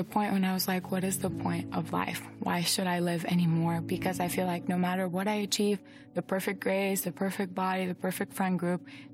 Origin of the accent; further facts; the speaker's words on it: Albania; They're like, "We're actually headed to Albania." I said, "What? I'm from Albania."